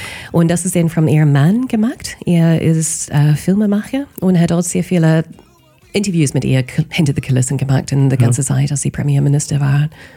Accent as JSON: {"language": "German", "region": "Wellington", "country": "New Zealand", "second_language": "German", "lives_now": "Germany", "said": "Du fragst, oh, was Neues ist in meiner Heimat, in Wellington."}